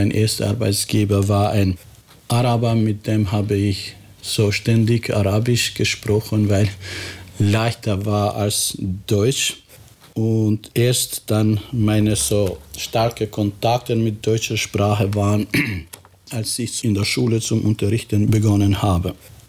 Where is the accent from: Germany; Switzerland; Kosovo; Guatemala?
Kosovo; first language Albanian; German is a second language; moved away as an adult; also born or lived in Yugoslavia; now in Austria; Ich bin Albaner, ich komme aus Kosovo. Das heißt, Unjam Shqiptar dhe vi nga Kosova.